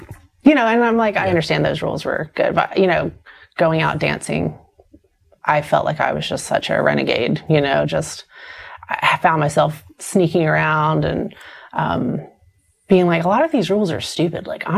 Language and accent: English; the South, United States; growing up in the South